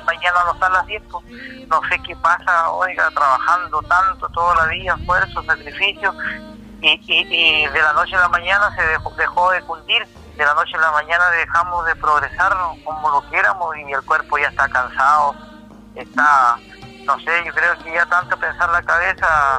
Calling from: Chaitén, Los Lagos, Chile; De Chaitén, recién de Los Lagos.

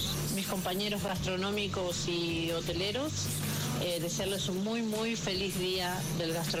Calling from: Claypole, Buenos Aires Province, Argentina; Buen día, Marce. … de Claypole.

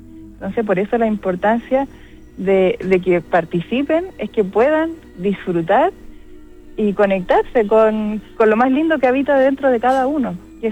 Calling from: Puerto Aysén, Aysén, Chile; soy química farmacéutica del Hospital de Puerto Aysén.

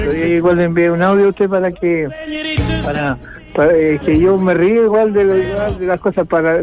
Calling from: Pinto, Ñuble, Chile; de Pinto, y soy el papá de … Antonella y mi señora Nancy Baeza.

